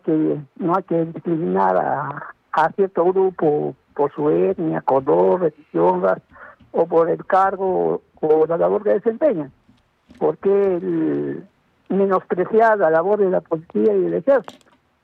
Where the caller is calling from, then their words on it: Peru; todos somos peruanos, hemos nacido en ese territorio